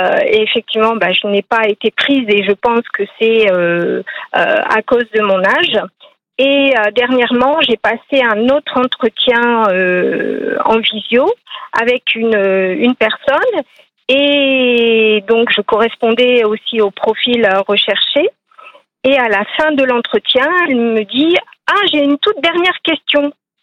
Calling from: Perpignan, Occitanie, France; De Perpignan

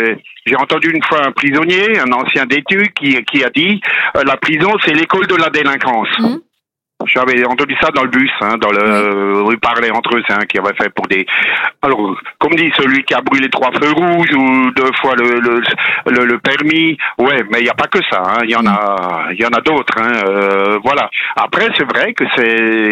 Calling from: Illzach, Grand Est, France; D'Ilzac, à côté de Mulhouse.

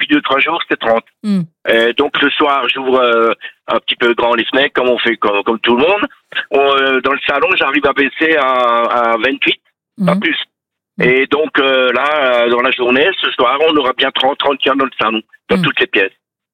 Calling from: Eckbolsheim, Grand Est, France; je vous appelle du Barin à Eckbolsheim, à côté de Strasbourg.

